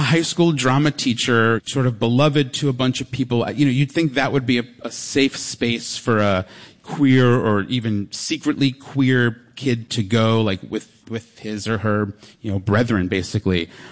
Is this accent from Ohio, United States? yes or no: no; New York, United States; I grew up on Long Island, which is a very macho, coded place.